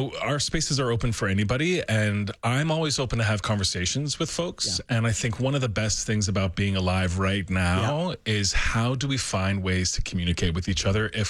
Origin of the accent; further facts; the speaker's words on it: Newfoundland and Labrador, Canada; moved away; I'm from Newfoundland.